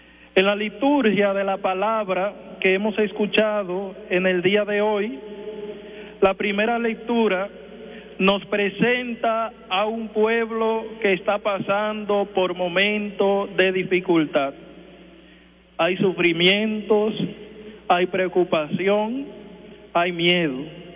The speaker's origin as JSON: {"language": "Spanish", "country": "Dominican Republic", "said": "como dominicanos que somos"}